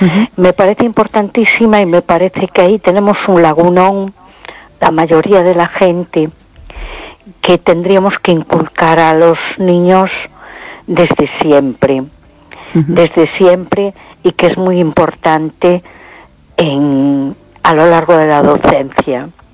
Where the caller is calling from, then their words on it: A Coruña, Galicia, Spain; de Coruña.